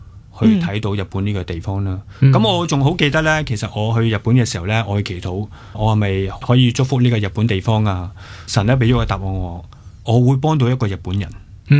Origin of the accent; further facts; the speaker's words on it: Hong Kong; 我哋香港人